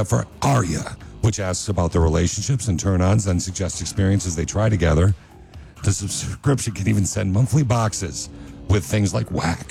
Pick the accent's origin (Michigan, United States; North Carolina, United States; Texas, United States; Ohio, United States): Michigan, United States; Lansing; I grew up in Michigan in the Lansing area.